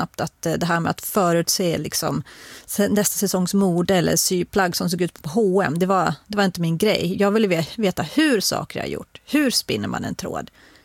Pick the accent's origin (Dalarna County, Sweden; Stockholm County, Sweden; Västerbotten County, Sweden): Dalarna County, Sweden